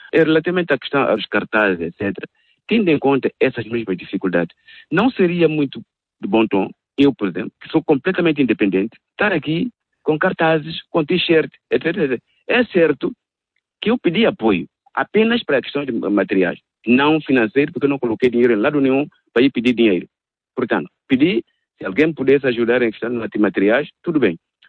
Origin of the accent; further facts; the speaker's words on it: São Tomé & Príncipe; continuamos a ser santomenses na mesma